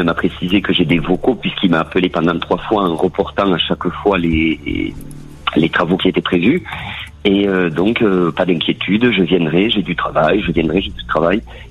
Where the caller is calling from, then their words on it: Calmont, Occitanie, France; je vous appelle de Calmont, un petit village